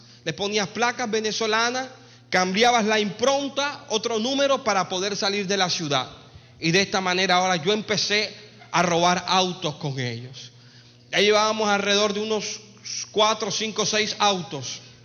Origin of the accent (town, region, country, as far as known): Colombia